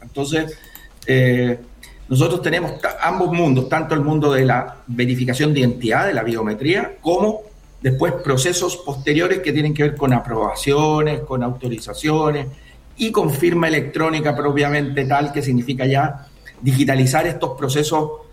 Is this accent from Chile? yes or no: yes; Chile